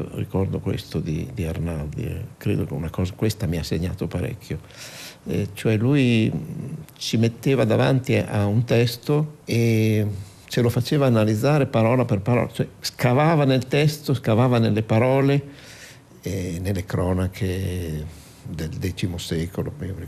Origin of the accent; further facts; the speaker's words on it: Imola, Emilia-Romagna, Italy; noi siamo di Imola, Romagna, la Romagna di provincia bolognese